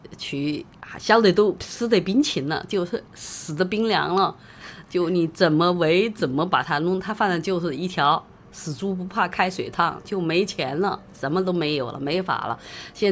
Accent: Chongqing, China; accent: Chongqing dialect

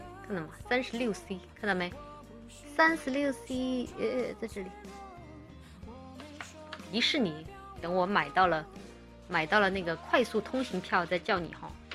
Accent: Chongqing, China; 还有我们重庆那边就是谈恋爱叫刷朋友，以及就不像你们那个北方说叫处对象之类的。

